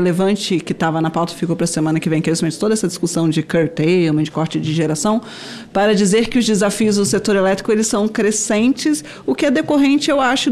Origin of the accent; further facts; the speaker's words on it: Brazil; eu acho que enquanto brasileiros, a gente pode se orgulhar do que são hoje esses setores